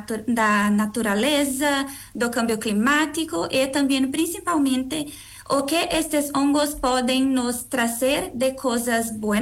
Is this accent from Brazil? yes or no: yes; southern Brazil, Brazil; Spanish is a second language; moved away as an adult; now in Punta Arenas, Chile; Soy brasileña de la región sur de Brasil.